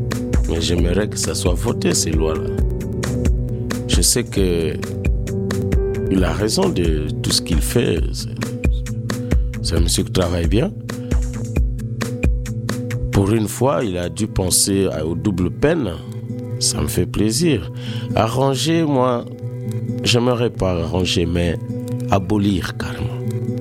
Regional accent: Normandy, France; C'est comme ça que je me vois, quoi. Je suis un Normand noir.

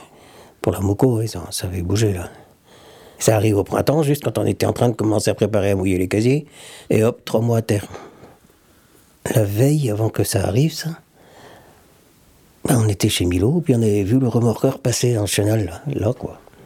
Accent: Trézien, Brittany, France; marin pêcheur à l'Empole Plouarzel, enfin à Plouarzel, je suis de Trésien.

